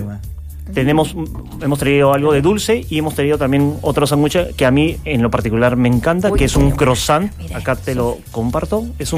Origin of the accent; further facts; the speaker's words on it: Peru; moved away as an adult; now in Chile; yo soy de Perú. Yo me vine hace 7 años por diferentes motivos acá a Chile. Pero desde niño estoy vinculado al tema gastronómico por mi familia.